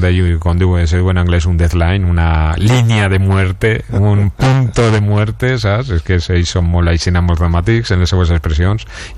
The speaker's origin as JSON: {"language": "Catalan", "region": "Valencian Community", "country": "Spain", "said": "Doncs pues mira, una altra notícia trista que hem tingut aquest estiu i ja com a valencians és la pèrdua del tresor de Villena"}